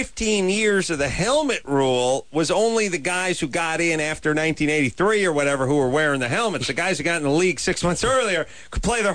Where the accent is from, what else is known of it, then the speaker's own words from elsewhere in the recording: North Hollywood, California, United States; No, I'm from North Hollywood.